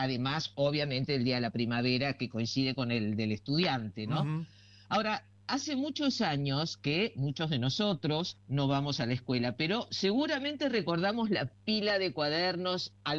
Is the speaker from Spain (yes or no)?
no; Argentina; sobre todo que nos haga sentir orgullosos como argentinos.